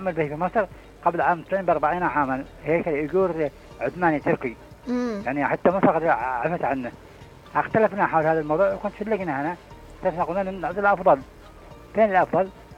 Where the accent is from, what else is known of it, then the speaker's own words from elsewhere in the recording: Aden, Yemen; نحن كلنا طلعنا من عدن